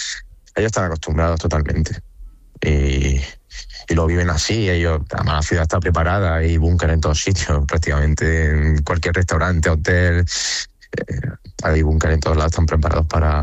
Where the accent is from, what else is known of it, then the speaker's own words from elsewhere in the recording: Spain; Hay 5, somos 5 españoles en el cuerpo técnico también